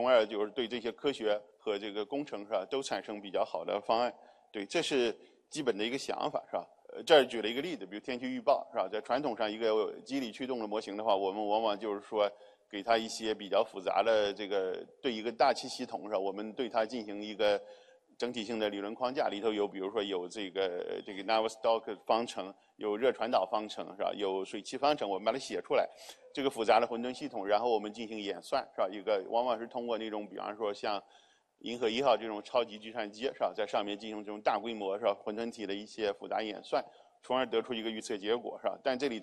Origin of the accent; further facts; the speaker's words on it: China; 我们中国人